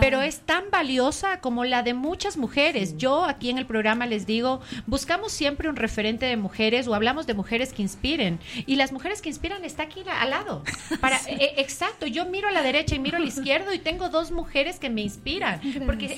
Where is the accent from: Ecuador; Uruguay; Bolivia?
Ecuador; Macas, Morona Santiago; Yo soy de la Amazonía, yo soy, wow, de Macas